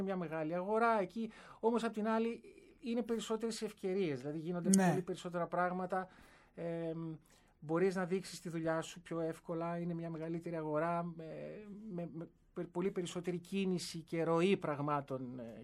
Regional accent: Athens, Attica, Greece; Στην Αθήνα.

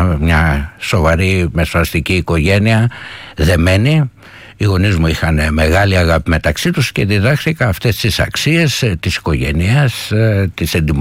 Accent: Athens, Attica, Greece; γεννήθηκα και μεγάλωσα στην Κυψέλη

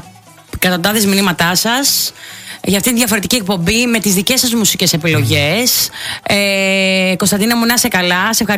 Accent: Western Greece, Greece; Δεν ξέρω όλες τις μουσικές, γιατί εγώ είμαι από την Ηλία, ξέρω το Καλαματιανό, το Τσάμικο, αυτά.

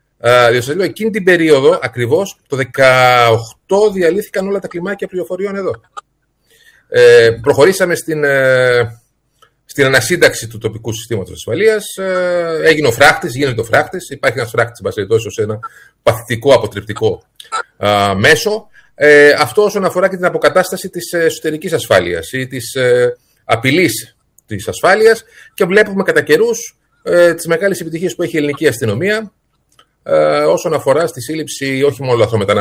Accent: Koroni, Peloponnese, Greece; now in Komotini, Greece; Εγώ δεν είμαι Θρακιώτης. Είμαι από την Κορώνη Μεσσηνίας. Απλά παντρεύτηκα και έκανε οικογένεια στην Κομοτηνή.

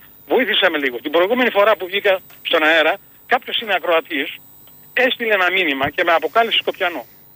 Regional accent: Macedonia, Greece; born there; εγώ δεν είμαι Σκοπιανός ρε, ούτε έχω πάει στα Σκόπια. Εγώ είμαι Μακεδόνας ρε. Το καταλαβαίνετε. Ντόπιος Μακεδόνας.

